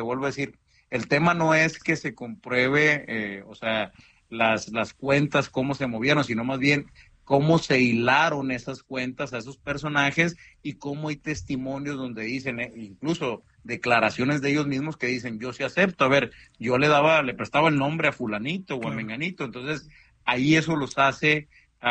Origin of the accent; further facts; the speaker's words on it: Mexico; nosotros como mexicanos